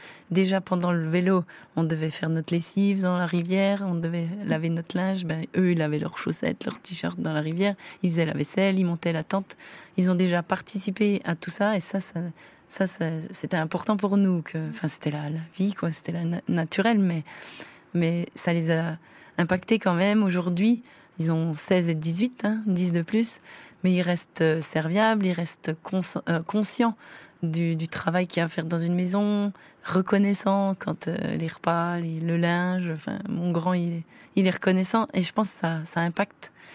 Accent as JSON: {"language": "French", "country": "France", "said": "on a de vivre chez nous en France."}